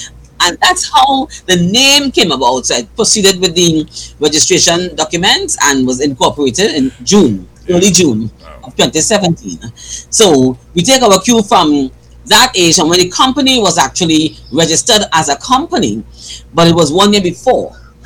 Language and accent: English; Diego Martin, Trinidad & Tobago; I hail from Diego Martin.